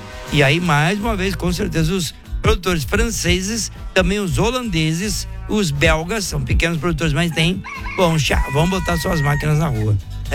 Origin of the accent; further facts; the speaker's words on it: Ipumirim, Santa Catarina, Brazil; Trocão e Monange, bom dia pra vocês … sou de Ipumirim.